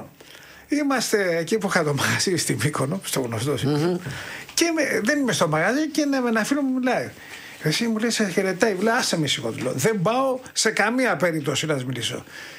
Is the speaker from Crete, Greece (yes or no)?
no; Peristeri, Attica, Greece; Εγώ μεγάλωσα στο Περιστέρι βασικά. Λοιπόν. Και οι φίλοι μου ήταν από το Περιστέρι και ήταν και από το Κορνάκι.